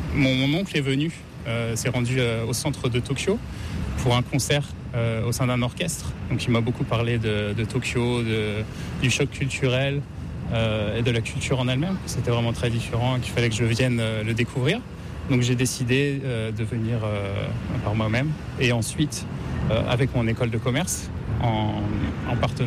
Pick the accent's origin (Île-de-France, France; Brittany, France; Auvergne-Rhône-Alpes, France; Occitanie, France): Brittany, France; Lorient; la Bretagne, je suis de Lorient, la cité aux multiples ports, qui a été un des points d'ancrage de la route des Indes à l'époque